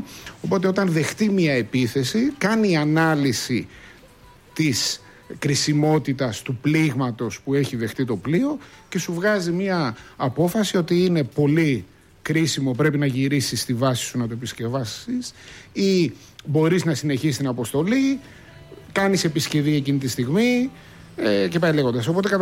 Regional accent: Athens, Attica, Greece; Εγώ είμαι Αθηναίος, αλλά η καταγωγή νησιώτης, Κεφαλονιά, το λέει και το όνομα, και η Κρήτη.

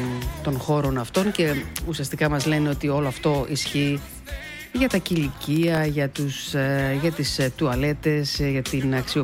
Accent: Greece; σαν Έλληνες αντιδράμε και συζητάμε πάνω σε αυτά.

